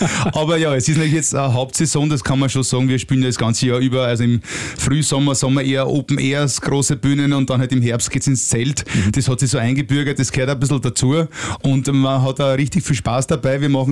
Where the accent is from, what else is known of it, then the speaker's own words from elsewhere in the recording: Lower Austria, Austria; Ja, also das macht natürlich schon viel Freude, wir als Niederösterreicher, wenn uns die großen Städte des Landes rufen.